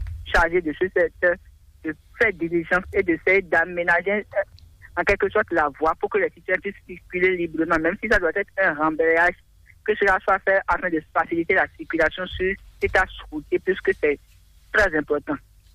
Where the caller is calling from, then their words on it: Agamé, Benin; je vous appelle depuis Agamé.